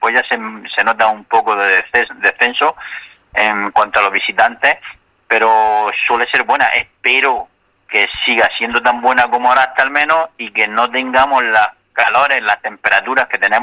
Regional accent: Águilas, Region of Murcia, Spain; born there; Llevo muchísimos años aquí en la hostelería. Yo nací aquí en Águila

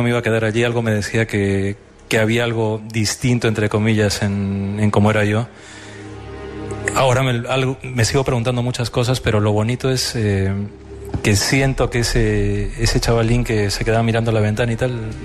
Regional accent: Arequipa, Peru; moved away; Sí, cuando era pequeño, en la casa en Perú

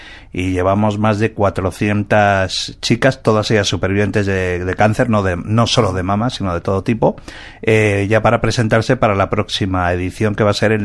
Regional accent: Bilbao, Basque Country, Spain; Soy de Bilbao, joder.

